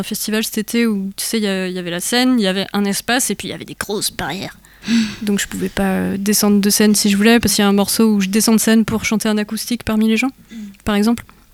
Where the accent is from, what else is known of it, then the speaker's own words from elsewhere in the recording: Occitanie, France; now in Rennes, France; la petite ville même d'où je viens